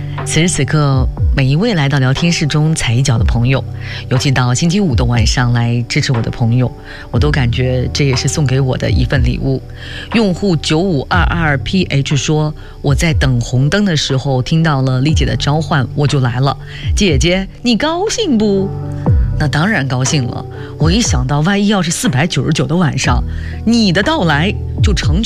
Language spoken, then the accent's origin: Chinese; Northeast China, China; accent: Northeastern dialect; 我们东北话这个点个卯大家懂得哈，